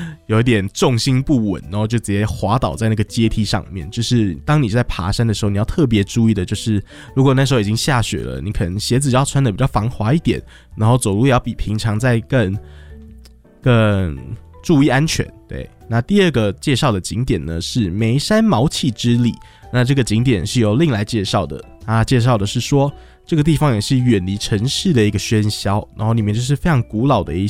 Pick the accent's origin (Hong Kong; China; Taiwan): Taiwan